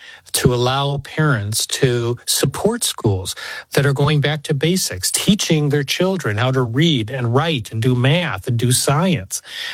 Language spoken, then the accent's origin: English; Chicago, Illinois, United States; now in Northern Virginia, United States; I grew up in Chicago.